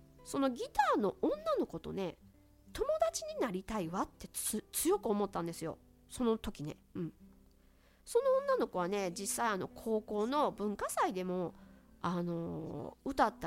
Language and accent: Japanese; Tsu, Mie, Japan; 私はね、まあ毎度なんですけれども、三重県の津市っていうところの出身なんですけれども